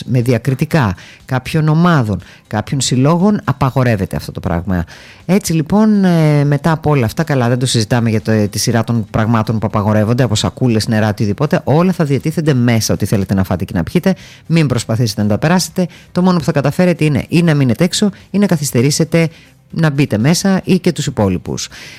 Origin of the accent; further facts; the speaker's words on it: Thessaloniki, Central Macedonia, Greece; Είμαστε και θερμοί εμείς και ως Έλληνες, αλλά και ως Θεσσαλονικής.